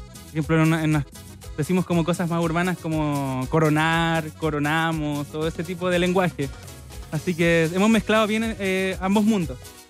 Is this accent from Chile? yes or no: yes; Lautaro, Araucanía, Chile; yo soy de Lautaro, soy del campo.